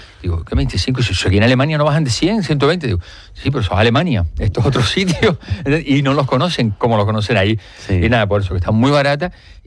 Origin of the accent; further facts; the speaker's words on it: Bañadero, Canary Islands, Spain; now in Maspalomas, Spain; Firca, yo soy de Aruca, no, de Bañadero.